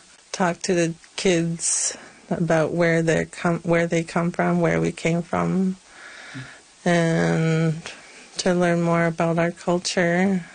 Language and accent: English; Natuashish, Newfoundland and Labrador, Canada; I'm from Natwashish. I've been working with the school in Natwashish since 2008.